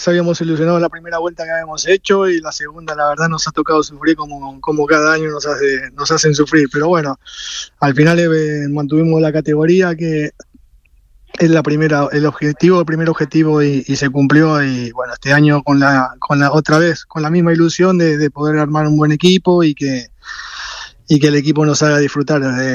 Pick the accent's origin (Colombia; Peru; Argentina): Argentina; como argentinos a nosotros nos ilusiona muchísimo.